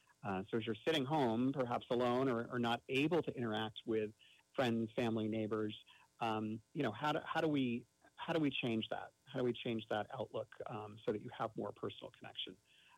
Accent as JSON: {"language": "English", "region": "New York", "country": "United States", "tie": "born or raised there", "said": "You know, I'm born and bred in New York, so I really take that to heart."}